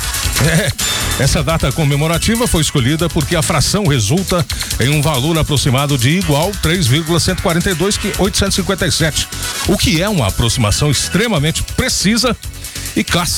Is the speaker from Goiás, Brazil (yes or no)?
yes; Goiás, Brazil; born there; now in Anápolis, Brazil; que é a mesma de Sérgio, que é onde eu nasci, né, do Vale do São Patrício